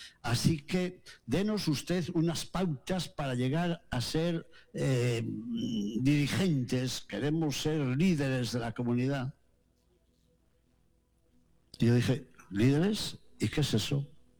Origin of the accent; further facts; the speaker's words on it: Spain; now in Mexico; yo soy español y colaboro con esta estación desde hace 4 años